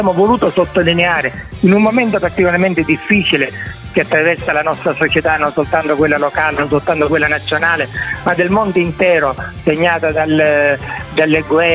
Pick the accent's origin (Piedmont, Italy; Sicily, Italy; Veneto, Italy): Sicily, Italy; Catania; No, è vero, sì. Non è proprio delle nostre parti, del catanese, del palermitano, però.